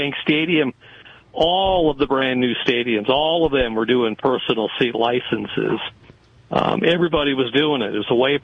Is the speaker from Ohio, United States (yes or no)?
no; Minnesota, United States; I've been a Vikings fan since I was a kid. I grew up in Minnesota and was a big Vikings fan.